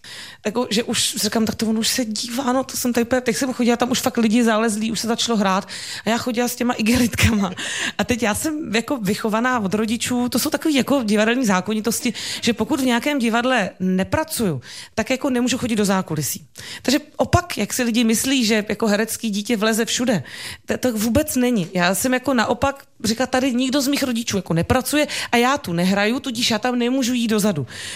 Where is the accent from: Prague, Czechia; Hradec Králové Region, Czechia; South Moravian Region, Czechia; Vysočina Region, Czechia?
Prague, Czechia